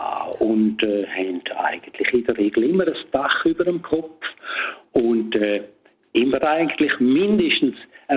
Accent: Domat/Ems, Graubünden, Switzerland; das ganze Dorf, wo ich aufgewachsen bin, die sitzen jetzt vor dem Fernseher und schauen zu. Mhm. Weil damals hat es in dem Dorf, wo ich aufgewachsen bin, im bündnerischen Domadems, da hat es ein Fernsehsender gegeben.

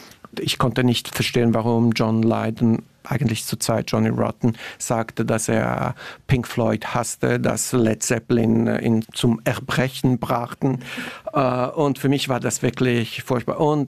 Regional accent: Dübendorf, Zurich, Switzerland; also born or lived in Oerlikon / Bülach; Ja, ich bin in der Schweiz geboren und mein Vater war Ingenieur bei der Brombovery, die heutige ABB. Und mein Vater arbeitete in Oerlikon und wir sind zuerst in Oerlikon, dann Bülach, dann Dübendorf. Und ich bin in Dübendorf aufgewachsen.

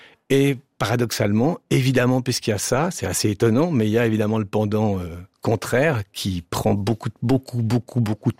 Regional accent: Switzerland; now in France; ça fait donc 25 ans, 20 ans que je suis en France. Je suis un Suisse en France et chaque fois que je dis que je suis Suisse

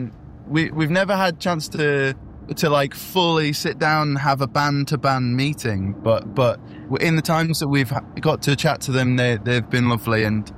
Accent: Manchester, North West England, United Kingdom; The band scene, just in England and in like, obviously we're from Manchester, so we see that even more like in depth.

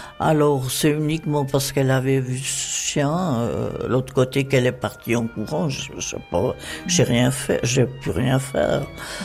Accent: Chavornay, Vaud, Switzerland; je suis née, donc je suis vaudoise, pure vaudoise. Je suis née dans un petit village qui s'appelle Chavornay et qui se trouve, qu'est-ce qu'on va dire, au pied du Jura.

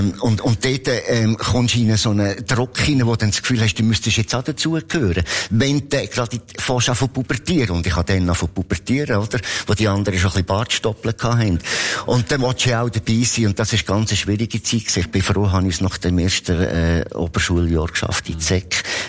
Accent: Lucerne, Switzerland; Und in Bern, ich als Luzerner, habe ich nicht einmal dürfen Beitrag auf Mundart lesen. Ich musste einen Berndeutschkurs machen.

